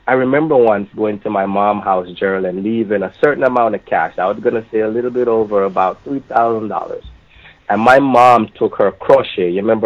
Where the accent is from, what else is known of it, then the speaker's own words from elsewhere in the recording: Almond Town, Kingston, Jamaica; sing a song when I was growing up in Almondtown like this.